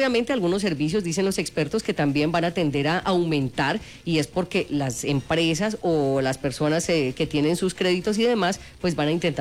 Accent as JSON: {"language": "Spanish", "country": "Colombia", "said": "uno como colombiano"}